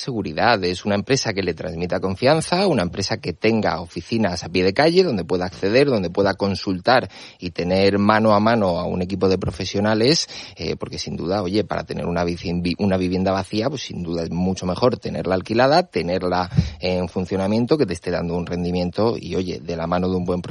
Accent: Pilar de la Horadada, Valencian Community, Spain; yo vengo de un pueblecito, se llama Pilar de la Horadada, al sur de Alicante, en la costa, tiene 5 kilómetros de playa

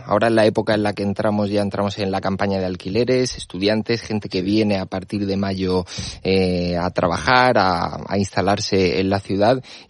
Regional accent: Pilar de la Horadada, Valencian Community, Spain; yo vengo de un pueblecito, se llama Pilar de la Horadada, al sur de Alicante, en la costa, tiene 5 kilómetros de playa

